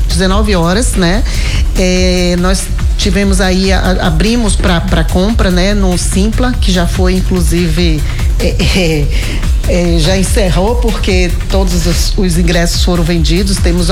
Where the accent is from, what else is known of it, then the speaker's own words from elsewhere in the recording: Salvador, Bahia, Brazil; moved away as an adult; now in Jequié, Brazil; eu sou de Salvador.